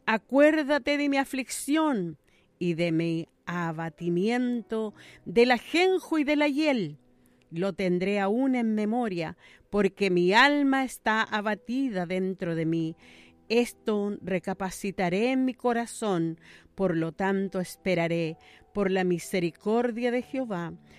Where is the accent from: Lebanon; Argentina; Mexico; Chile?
Chile; Pero también somos chilenos, sí